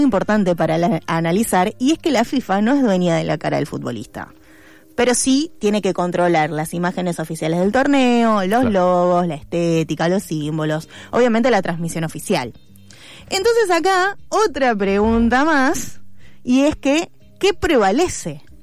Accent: Argentina; nosotros como ciudadanos argentinos

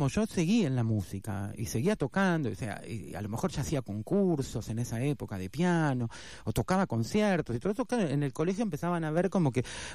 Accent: Béccar, Buenos Aires Province, Argentina; moved away as an adult; En Buenos Aires, en Palermo, pero viví toda la vida en Bécar, San Isidro.

